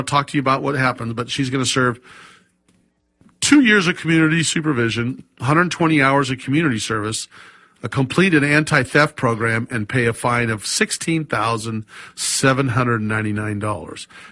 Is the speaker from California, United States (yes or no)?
yes; Sacramento, California, United States; I grew up in Sacramento. Back when it was, you know, those newer houses in the early 60s, and they were building these new houses, and then there was these farms on the outside.